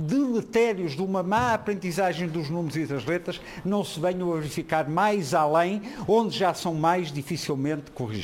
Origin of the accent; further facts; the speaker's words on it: Porto, Norte, Portugal; Eu que sou do Porto, sou também de uma cidade de bairros.